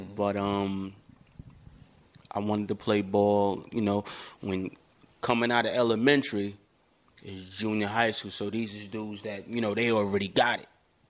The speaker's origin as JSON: {"language": "English", "town": "Fort Greene", "region": "New York", "country": "United States", "tie": "born or raised there", "said": "Well, like I said, I'm from Fort Greene. So within Fort Greene, it was always a together situation with everything that they was doing."}